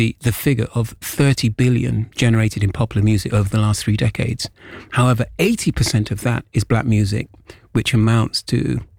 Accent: Jamaica; born there; I say we like I was born in Jamaica, we were bouncing off American black music.

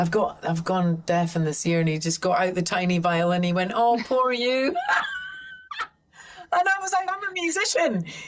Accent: St Andrews, Scotland, United Kingdom; we grew up in St Andrews, it was only 10,000-11,000 people in town when we grew up. It was just a small place.

